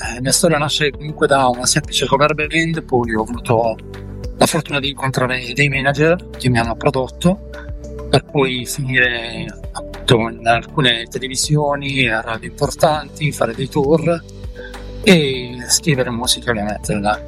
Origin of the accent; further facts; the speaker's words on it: Bari, Apulia, Italy; born there; now in northern Italy; io sono nato a Bari, poi mi sono trasferito, sono venuto qui a nord